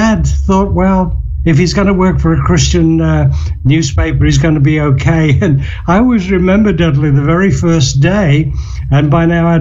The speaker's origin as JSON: {"language": "English", "country": "Nigeria", "tie": "born there", "said": "I was born in Nigeria back in 1940. My mum and dad were from Liverpool, and they had actually met at a language school in a place called Minna in Nigeria, fell in love, got married in Kano, and I came along on December the 19th, 1940."}